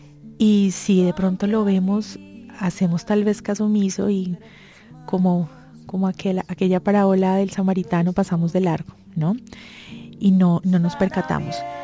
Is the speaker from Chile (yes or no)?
no; Bucaramanga, Santander, Colombia; Crezco en Bucaramanga, estudié en Bucaramanga, mi colegio, mi universidad, y bueno, hoy en día soy mamá, tengo 3 hijos, mellizas de 8 años, un niño mayor de 15 años, casada